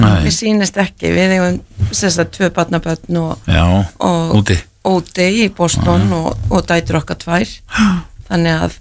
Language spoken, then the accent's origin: Icelandic; Reykjavík, Capital Region, Iceland; moved away as an adult; ég er elst upp í Breiðholti og gaman að vera barn og úlingur þar og svo flýt ég náttúrulega til Boston árið 95.